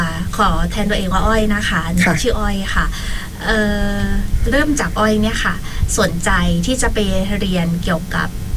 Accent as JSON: {"language": "Thai", "region": "Phuket", "country": "Thailand", "said": "ภูเก็ตบ้านเรานี่เองค่ะ"}